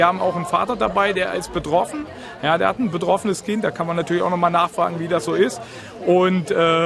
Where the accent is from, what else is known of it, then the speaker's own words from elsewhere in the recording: Annerode, Hesse, Germany; born there; Ich bin in Annerode geboren und habe natürlich auch noch ein großes Herz für meine Heimat